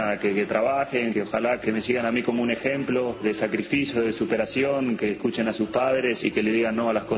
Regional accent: Argentina; quiero que nos recuerden como cualquier argentino, que somos trabajadores, que nunca nos da por vencido.

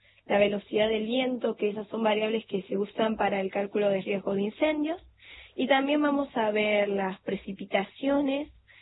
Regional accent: Villa Carlos Paz, Córdoba, Argentina

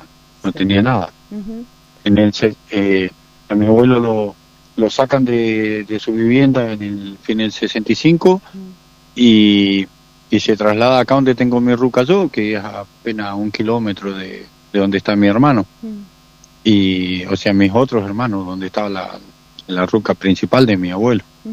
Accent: Villa La Angostura, Neuquén, Argentina

